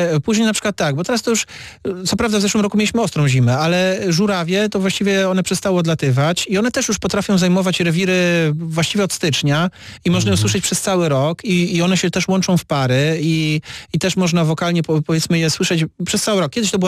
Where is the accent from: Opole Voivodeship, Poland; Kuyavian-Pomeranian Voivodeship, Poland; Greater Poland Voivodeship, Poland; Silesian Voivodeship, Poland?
Opole Voivodeship, Poland; u nas na Opolszczyźnie, bo to jest po prostu ciepło.